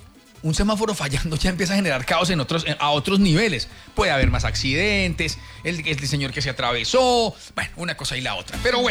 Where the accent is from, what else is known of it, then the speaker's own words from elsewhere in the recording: Ibagué, Tolima, Colombia; now in Armenia, Colombia; Yo soy del Tolima, pero me siento más quindiano.